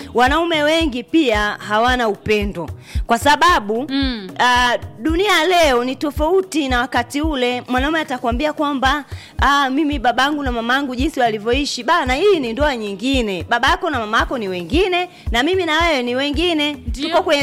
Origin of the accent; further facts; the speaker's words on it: Tanzania; Bado sisi ni Watanzania